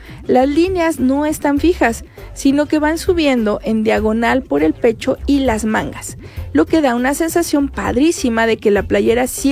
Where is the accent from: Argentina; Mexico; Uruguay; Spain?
Mexico; que sí tengas esa identidad y ese sentido de pertenencia de que aquí somos y somos mexicanos, ¿no?